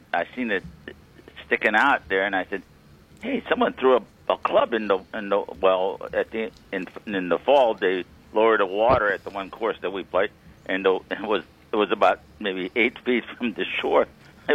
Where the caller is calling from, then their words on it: Youngstown, Ohio, United States; it's your roving reporter from Youngstown in Mahoning County